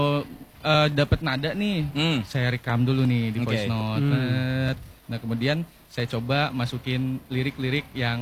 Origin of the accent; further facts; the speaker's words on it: Pandeglang, Banten, Indonesia; Saya asli Pandeglang.